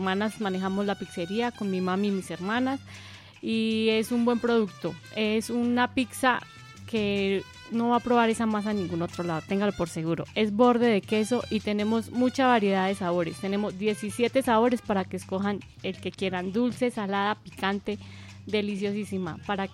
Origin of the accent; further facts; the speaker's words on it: Boyacá, Colombia; now in Sabaneta, Colombia; Nosotras somos de Boyacá y allá tenemos familia que tiene pizzerías. Entonces, ya por cuestiones de la vida, yo me trasladé a vivir aquí a Sabaneta